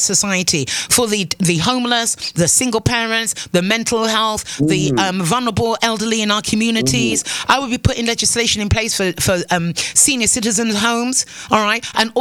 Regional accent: Antigua & Barbuda; accent: British; You are a born Antiquan. Antiguan and Barbuda before anybody tells me that with my my fake or my British accent, I must sing my hook and go back to wherever it is I've come from.

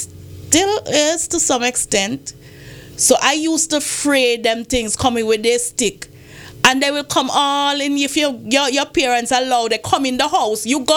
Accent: Montserrat; That was the fun growing up in Montserrat for Christmas.

